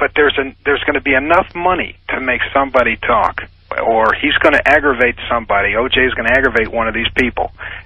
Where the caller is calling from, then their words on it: Santa Monica, California, United States; I'm calling from Santa Monica.